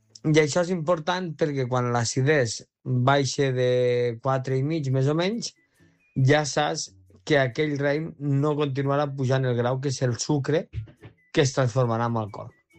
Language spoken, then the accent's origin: Catalan; Almenar, Catalonia, Spain; jo sóc d'Almenar